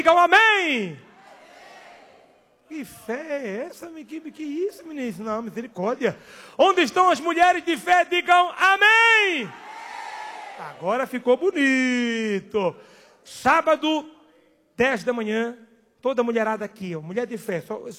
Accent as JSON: {"language": "Portuguese", "country": "Mozambique", "moved": "yes", "said": "lá no meu país"}